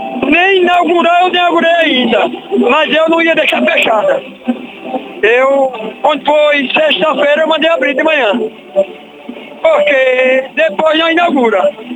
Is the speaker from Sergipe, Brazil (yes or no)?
yes; Pedra Mole, Sergipe, Brazil; nós somos de Pedra Mole e todos conhecem Pedra Mole, que é pequena.